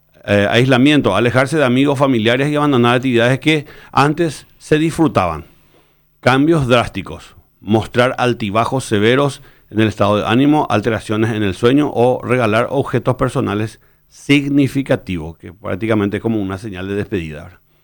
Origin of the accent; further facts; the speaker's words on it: Paraguay; Como cualquier paraguayo también, que siempre nos automedicamos